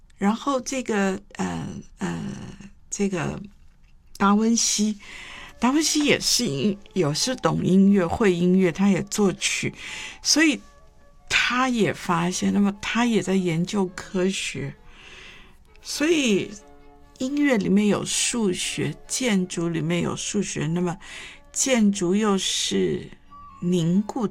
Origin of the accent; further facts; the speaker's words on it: China; 我们中国人